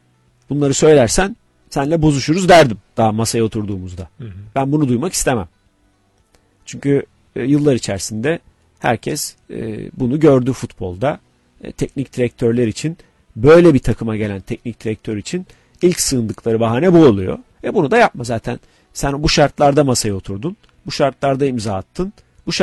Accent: Trabzon, Turkey; Ben bir Trabzonlu olarak

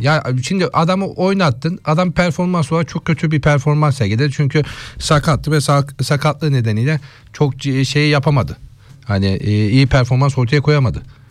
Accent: Bulancak, Giresun, Turkey; Ben dedim Giresun'da Tomaklar var bizim Bulancak'tan falan. Adam Bulancak'ta çıktı. Bizim köylü çıktı ya.

